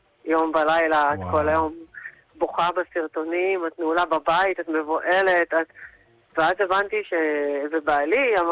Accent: Netanya, Central District, Israel; אני מנתניה

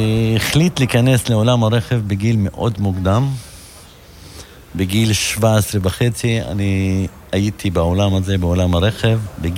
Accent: Jezreel Valley, Northern District, Israel; אני מטייל בכל העולם פה, באפולה, כי אני אוהב את העיר אפולה, אוהב את העמק, אני בן העמק.

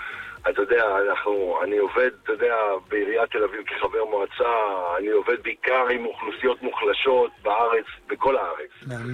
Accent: Haifa, Haifa District, Israel; אני אדם של שטח, אני לא אדם של תל אביב, בוא. אני בא מבת גלים בחיפה, ההרצאות שלי זה רק מצפון ועד דרום.

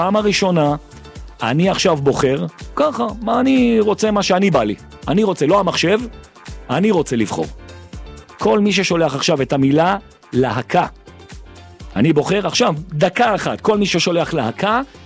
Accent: Jerusalem, Jerusalem District, Israel; תודה רבה שנתת לי לחיות בירושלים. תודה רבה שנולדתי שם ואני מתחנן אליך. אם אני מת, תקבור אותי בירושלים.

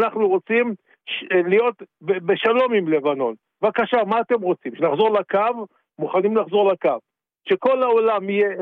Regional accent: Central District, Israel; אני מהמרכז.

